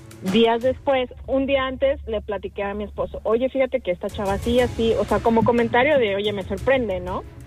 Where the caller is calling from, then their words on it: Puerto Vallarta, Jalisco, Mexico; aquí en Puerto Vallarta ya ven que no es tan grande que digamos